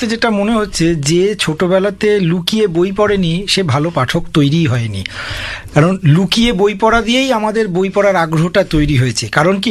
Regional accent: Konnagar, West Bengal, India; আমার জন্ম হচ্ছে কোন্নগরের নবগ্রাম।

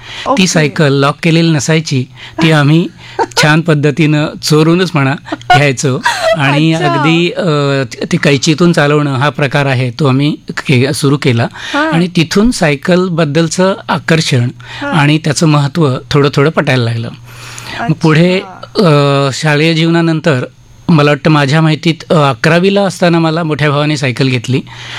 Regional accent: Maharashtra, India; खेड्यातला, अलिबाग तालुक्यातील शेतकरी कुटुंब, मध्यमवर्गीय कुटुंब यातलं आणि मेन म्हणजे आमचं बाजारपेठ आणि आमचं गाव याच्यात 12 किलोमीटर अंतर होतं

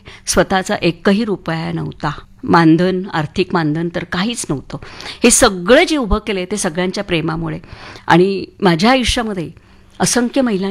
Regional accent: Mulund, Maharashtra, India; now in Badlapur, India; माझं आयुष्य मुलुंडमध्ये गेलं.

